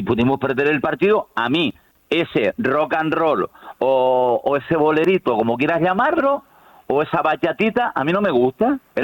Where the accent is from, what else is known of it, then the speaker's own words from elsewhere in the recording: Canary Islands, Spain; yo soy canario enamorado de seguir entrenando a la Unión Deportiva Las Palmas